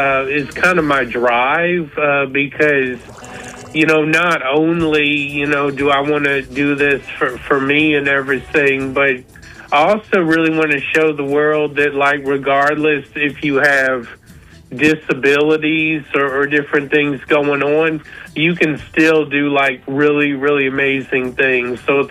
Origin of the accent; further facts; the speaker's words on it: Appalachia, United States; moved away as an adult; now in Alabama, United States; I grew up in Appalachia for 18, 20 years and then moved to Alabama. So that's where I am right now.